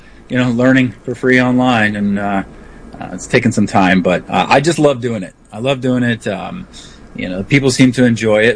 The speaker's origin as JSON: {"language": "English", "town": "Tampa", "region": "Florida", "country": "United States", "lives_now": "Philadelphia, United States", "said": "And I was raised in a Baptist church, and I'm from Tampa, Florida originally, moved up to Philadelphia for work, and I found a home up here."}